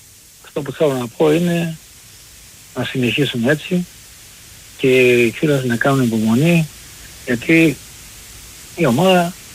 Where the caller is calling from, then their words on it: Melissia, Attica, Greece; από τα Μελίσια.